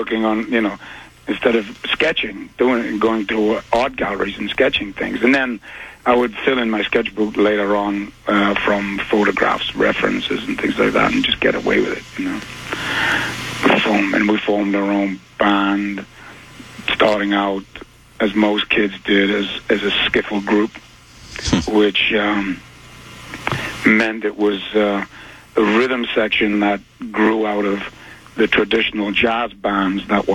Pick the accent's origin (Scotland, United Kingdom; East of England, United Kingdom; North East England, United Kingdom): North East England, United Kingdom; Newcastle; And they were from Ghana, and they were probably the first Africans to show up in my hometown. And they moved up to Newcastle from Manchester, which is a bigger city, much bigger than Newcastle.